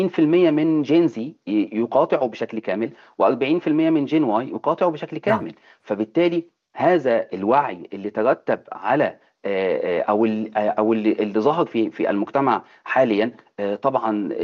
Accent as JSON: {"language": "Arabic", "country": "Turkey", "said": "احنا عندنا في تركيا على سبيل المثال احدى استطلاعات الرأي اللي عملتها جامعة اسطنبول"}